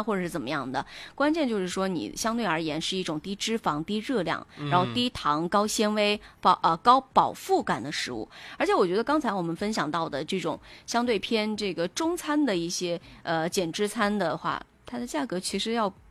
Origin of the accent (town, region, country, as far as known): China